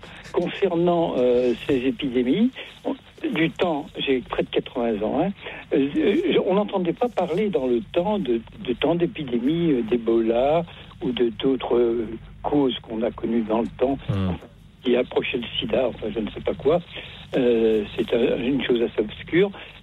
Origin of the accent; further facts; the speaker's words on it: Lyon, Auvergne-Rhône-Alpes, France; je suis originaire de Lyon, d'accord, c'est curieux.